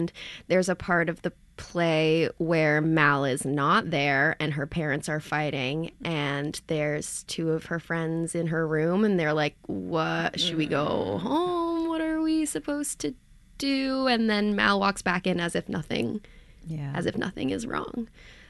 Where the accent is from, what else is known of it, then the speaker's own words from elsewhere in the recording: New York City, New York, United States; Like, I grew up in New York City, was able to have access to theater from such a young age